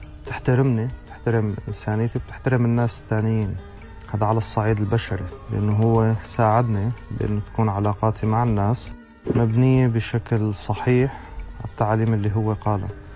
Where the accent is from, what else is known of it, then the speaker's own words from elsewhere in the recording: Syria; now in Europe; أنا سوري، مقيم حاليا في أوروبا ومؤمن بالمسيح من قرابة 7 سنوات.